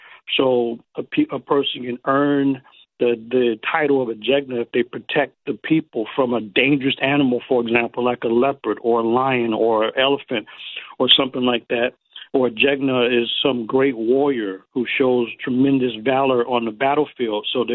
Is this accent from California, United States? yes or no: yes; San Francisco, California, United States; I remember my family, when we grew up in San Francisco, we always made fun of the nonsense on TV.